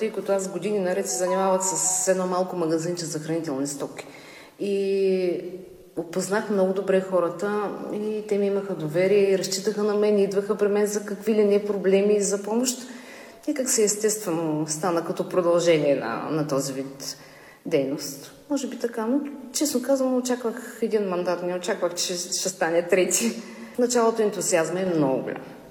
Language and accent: Bulgarian; Gorna Oryahovitsa, Veliko Tarnovo Province, Bulgaria; now in Pravda, Bulgaria; А да, само че съм от Горна Оряховица. Аз съм от Горна Оряховица, в село Правда живея от 96-та година.